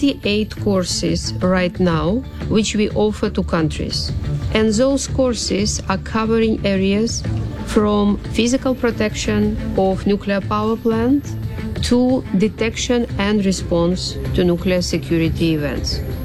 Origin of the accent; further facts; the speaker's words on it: Belarus; Prior to joining the IAEA, I was working in my home country, Belarus